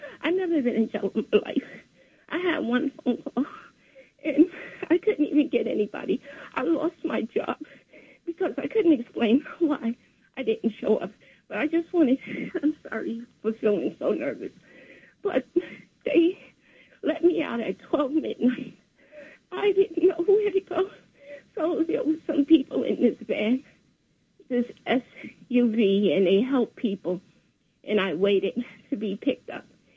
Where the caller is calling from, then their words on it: New York City, New York, United States; Hi, I'm calling from New York City